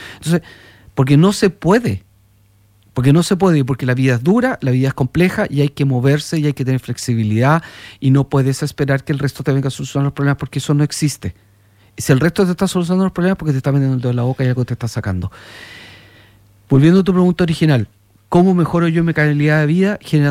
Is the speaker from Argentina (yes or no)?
no; Chile; hemos hecho esta región chilena y la hemos educado y criado como chilena